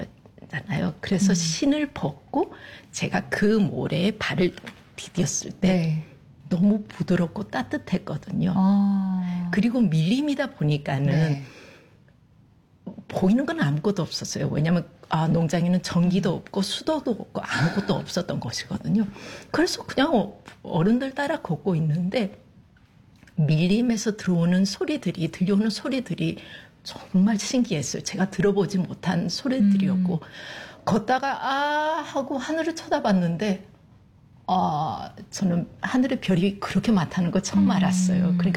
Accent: Paraguay; also born or lived in South Korea; now in Australia; 저는 한국에서 태어나고 남미 파라과이에서 자랐으며 그리고 인생의 한 40%를 호주에서 지내고 있는 그리고 커튼 대학교에서 한국학을 가르치고 있는

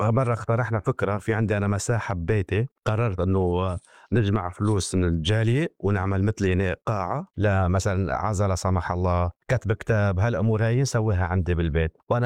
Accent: Syria; now in Shepparton, Australia; وأهالينا وأهالي الجالية السورية اللي بمدينة شبرتون كتير تضرروا يلي عايشين بسوريا وبتركيا

